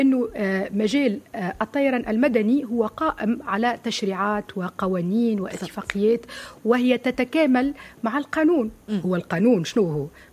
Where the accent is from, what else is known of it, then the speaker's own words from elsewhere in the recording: Tozeur Governorate, Tunisia; also born or lived in Tunis; نحن من الجنوب كما أنا نقول لهم راني سافرت إلى دول عديدة. بالحق نقول مشيت للقارات الكل راني كسافرت، وكي أنا مثلا نمشي لبلادي للتوزر